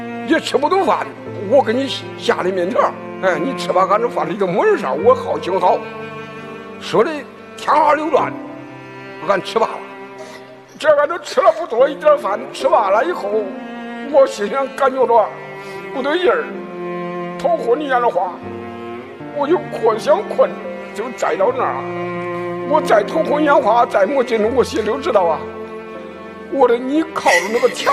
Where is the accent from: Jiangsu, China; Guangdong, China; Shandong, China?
Shandong, China; 我的家是山东的